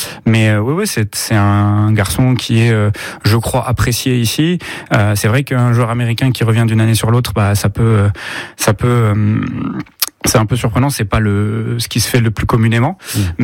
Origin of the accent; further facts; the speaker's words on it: Limoges, Nouvelle-Aquitaine, France; moved away; also born or lived in Bordeaux / Boulazac; je suis né à Limoges. Hein. J'ai des racines ici, j'ai de la famille, j'ai des amis. Je suis revenu quand même régulièrement ici, pas mal de fois les week-ends, quand j'avais la possibilité, quand j'étais à Bordeaux ou encore à Boulazac.